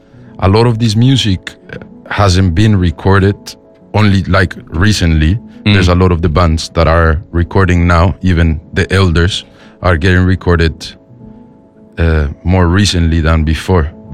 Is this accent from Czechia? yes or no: no; Bogota, Bogotá, Colombia; now in United Kingdom; I was born and raised in Colombia